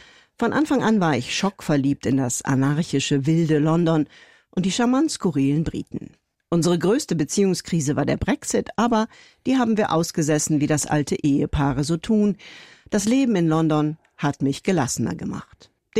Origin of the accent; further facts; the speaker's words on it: Cologne, North Rhine-Westphalia, Germany; sondern ich war halt als Kölnerin beim WDR